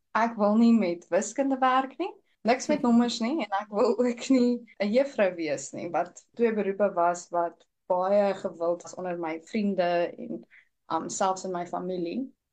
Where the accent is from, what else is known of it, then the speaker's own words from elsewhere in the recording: Johannesburg, Gauteng, South Africa; moved away as an adult; now in New Zealand; Ek kom van die Wesrand in Johannesburg en ek het wonderlike grootwordjare gehad.